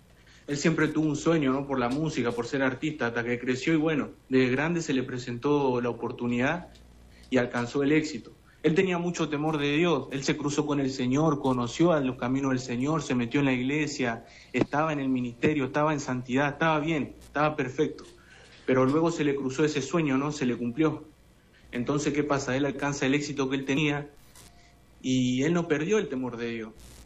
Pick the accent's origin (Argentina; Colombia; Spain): Argentina; now in Europe; aunque nosotros somos argentinos, bueno, yo estoy en Europa, pero aunque nosotros somos latinos en varios países